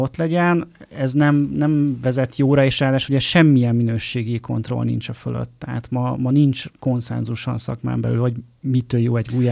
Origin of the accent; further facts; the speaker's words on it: Lake Balaton area, Hungary; én a Balatonnál nőttem föl